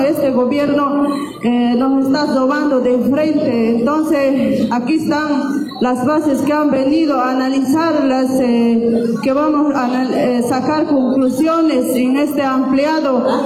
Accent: Bolivia; nosotros como bolivianos, como no nos podemos hacer derrotar con este gobierno, hermanos, hermanas

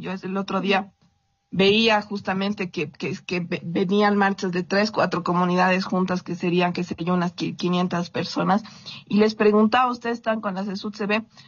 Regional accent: Bolivia; somos, o sea, unos bolivianos aquí

